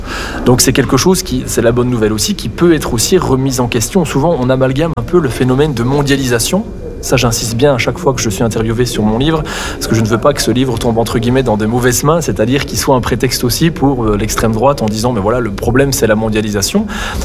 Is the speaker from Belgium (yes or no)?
yes; Belgium; moi je suis belge, mais on le voit en Belgique